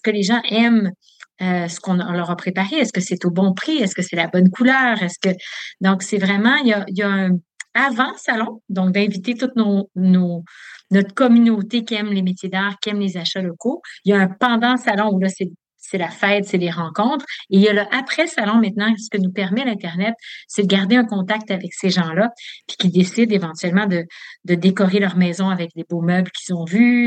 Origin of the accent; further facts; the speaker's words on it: Quebec City, Quebec, Canada; Je viens de Québec.